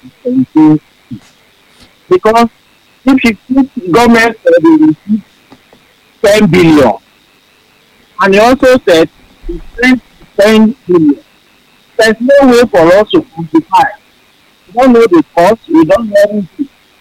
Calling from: Ibadan, Oyo, Nigeria; I'm calling from Ibadan.

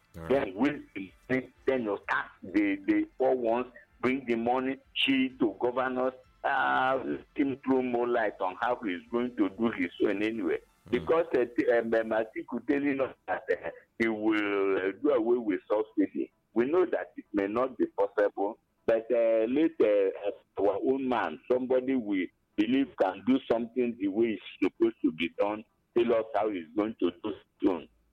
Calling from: Enugu State, Nigeria; I'm calling from Ababanike, Enugu.

